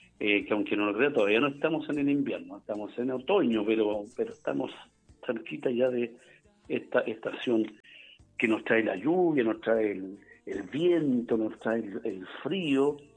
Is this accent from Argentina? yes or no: no; Chile